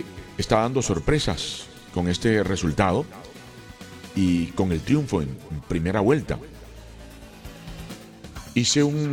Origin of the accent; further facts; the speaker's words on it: Colombia; le hablo como colombiano